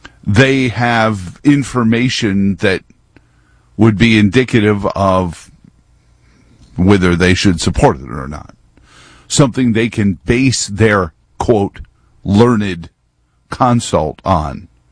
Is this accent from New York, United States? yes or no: yes; New York, United States; now in Charlottesville, United States; I don't hide facts like being born and raised in New York.